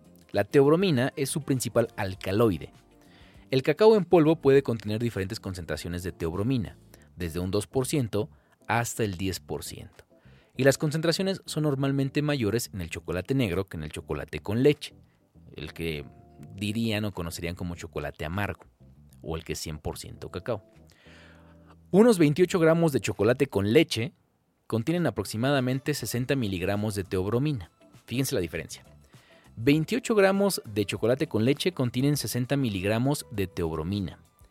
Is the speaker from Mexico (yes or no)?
yes; Mexico